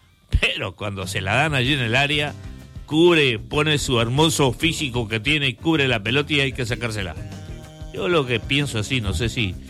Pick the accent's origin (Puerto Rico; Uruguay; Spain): Uruguay; Yo soy uruguayo.